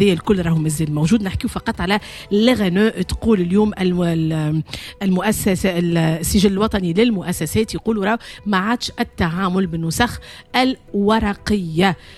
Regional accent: Tunisia; انا كمواطنه تونسيه

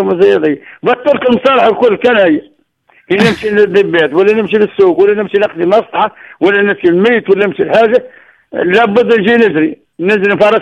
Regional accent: Kairouan Governorate, Tunisia; الفلاح نتاعنا نتاع القروان ولايه القروان

